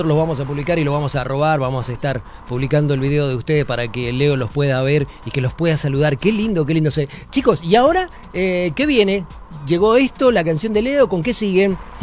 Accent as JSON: {"language": "Spanish", "country": "Argentina", "said": "somos argentinos"}